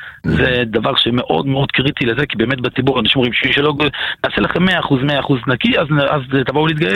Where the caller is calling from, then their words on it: Central District, Israel; אנחנו מאזור מודיעין.